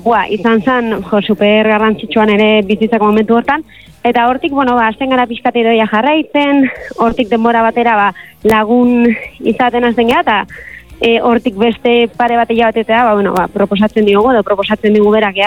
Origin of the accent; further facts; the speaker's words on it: Pamplona, Navarre, Spain; ni Iruñakoa naiz